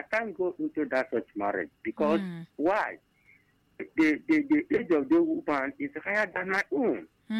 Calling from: Ebonyi, Nigeria; I'm calling from Ebonyi.

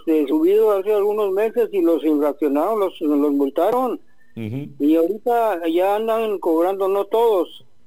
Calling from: Tijuana, Baja California, Mexico; yo vivo ayer por el Fundador, estoy cuidando una casa.

